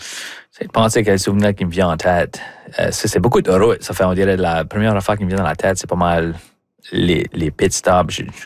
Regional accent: Cap-Pelé, New Brunswick, Canada; Moi, j'étais souvent à la Sandy Beach quand j'étais jeune à Capelé, passer du temps dans les plages là. Puis, ma famille, sur le bord de ma mère, ils ont tous des campers à la Sandy Beach.

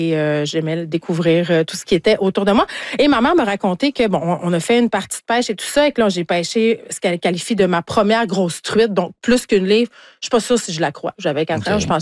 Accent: Quebec, Canada; je viens du Saguenay, j'arrête pas de le répéter

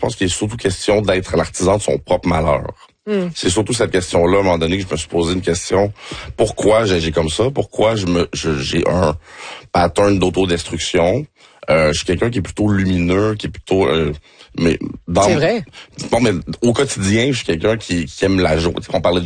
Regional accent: Montreal, Quebec, Canada; born there; also born or lived in Saint-Eustache; Mais je suis né à Montréal-Nord, par exemple.

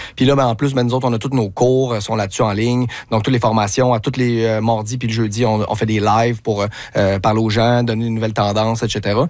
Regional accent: Quebec, Canada; nous autres, on est des gars de créativité, on est québécois

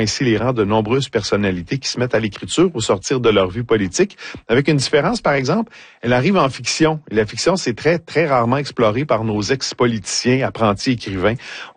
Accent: Quebec, Canada; Vous savez, moi, je suis originaire de l'Abitibi-Ouest.

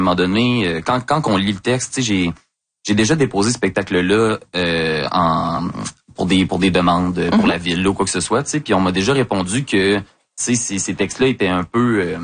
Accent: Lévis, Quebec, Canada; c'est le premier endroit où j'ai travaillé à Québec après avoir passé toute mon enfance à Lévis

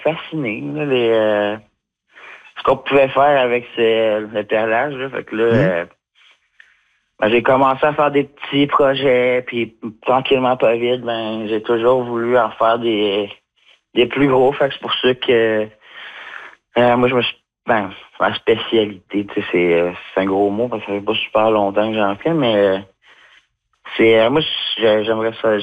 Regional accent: Quebec City, Quebec, Canada; moi, j'ai grandi à Québec, puis clairement, si je viens de Pessamite, moi, j'ai grandi à Québec, on y va une fois de temps en temps, mais tu sais, j'ai jamais grandi, jamais resté là-bas.

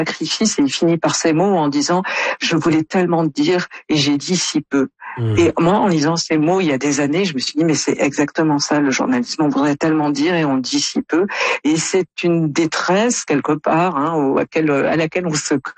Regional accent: France; on a du mal à imaginer, quand on est Canadien ou comme moi français, comment est-ce qu'on peut vivre

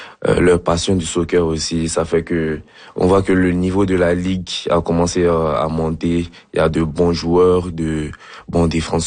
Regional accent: Côte d’Ivoire; étant donné que je viens de la Côte d'Ivoire, j'ai commencé à pratiquer ce sport depuis que je suis tout petit.

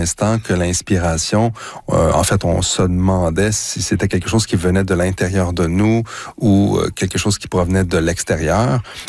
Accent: Drummondville, Quebec, Canada; si je retourne à Drummondville, là où j'ai grandi, pour faire le même exercice de flânerie mémorielle

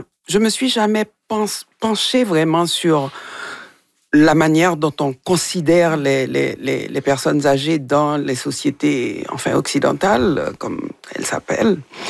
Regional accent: Haiti; moved away; Ça fait longtemps que j'ai quitté Haïti.

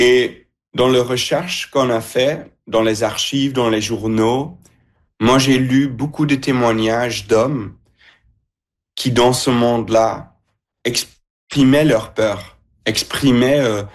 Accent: Belgium; Je viens de la Belgique. Dès que je suis dans l'école, je l'apprends.

